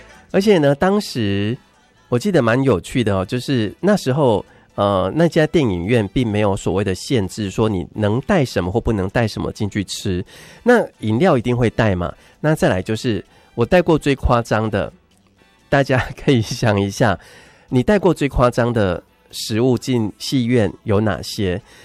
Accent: Kaohsiung, Taiwan; moved away; 因为我是高雄人，

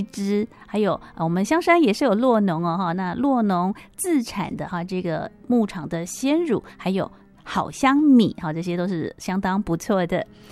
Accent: Hsinchu, Taiwan; 我新竹人哦，我是新竹的人

